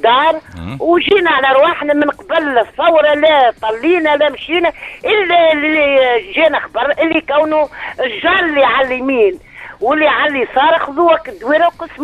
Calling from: Kasserine, Kasserine Governorate, Tunisia; نكلم فيكم القصرين

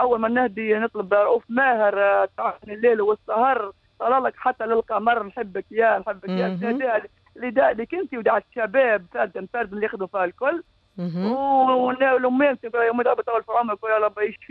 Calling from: Redeyef, Gafsa Governorate, Tunisia; واهلي في رديف واقاربي وحومتي

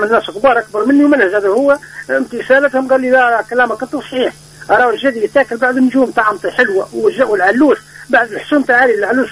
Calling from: Tunisia; من دنجردة

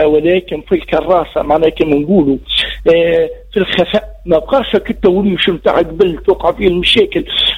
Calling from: Gafsa Governorate, Tunisia; أنا في جهة قفصة وعندنا في الجنوب

